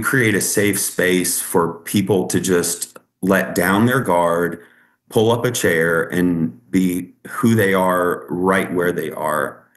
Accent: Richmond, Virginia, United States; now in Southwest Virginia, United States; So I moved here from Richmond, Virginia, about a week after my high school graduation, with my mom and my dad and my daughter, who I had when I was 16, and we moved from the city of Richmond to Southwest Virginia.

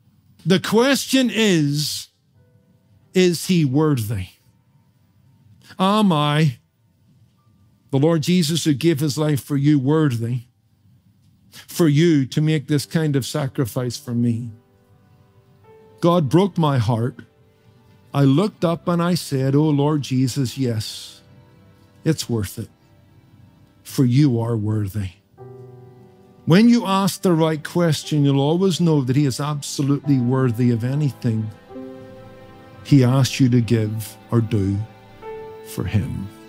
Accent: Northern Ireland, United Kingdom; spent her latter years in my home country of Northern Ireland

